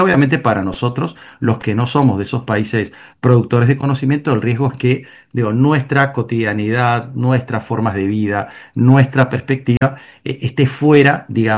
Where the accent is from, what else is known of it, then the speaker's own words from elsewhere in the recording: Panama; nos enorgullece mucho como panameños